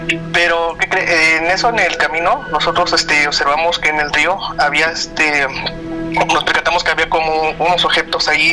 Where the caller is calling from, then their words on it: Mexico City, Mexico; desde la Ciudad de México.